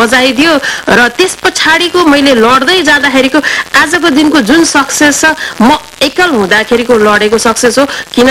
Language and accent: Nepali; Kathmandu, Bagmati, Nepal; म प्योर नेवारको छोरी … तर मेरो घरको वातावरण नेवारपन कम थियो।